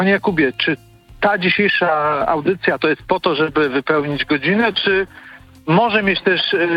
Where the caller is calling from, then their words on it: Warsaw, Masovian Voivodeship, Poland; czyli Warszawa